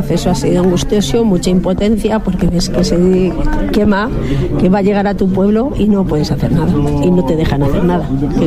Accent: Losana de Pirón, Castile and León, Spain; y luego vi cómo se estaba acercando a mi pueblo, que es Losana de Pirón.

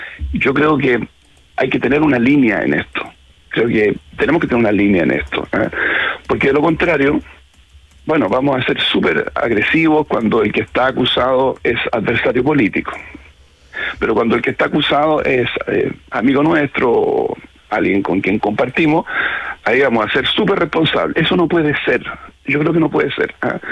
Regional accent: Chile; Yo como ciudadano chileno tengo derecho, si es que alguien quiere que yo participe ahí, a ser parte de la administración pública.

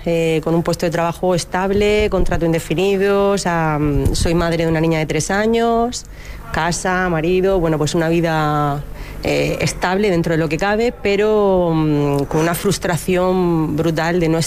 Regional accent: Region of Murcia, Spain; yo soy muy más murciana que el limón.

